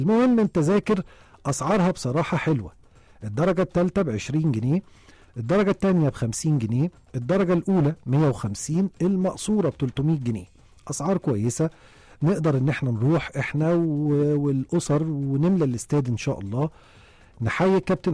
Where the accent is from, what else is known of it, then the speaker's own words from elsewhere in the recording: Egypt; مش بعيد عننا كمصريين وكعشاق للكورة.